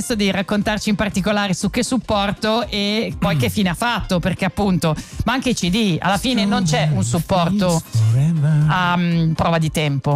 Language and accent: Italian; Switzerland; moved away; Sono cresciuta in Svizzera.